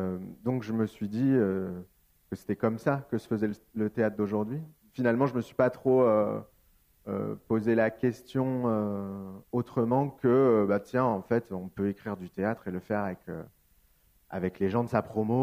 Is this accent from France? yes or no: yes; Avignon, Provence-Alpes-Côte d'Azur, France; je suis né à Avignon. J'ai grandi dans un quartier qui s'appelle la Croix des Oiseaux, qui est en dehors des remparts. Et puis après, j'ai habité au Pont des Deux Eaux. J'ai fait mon lycée au lycée Mistral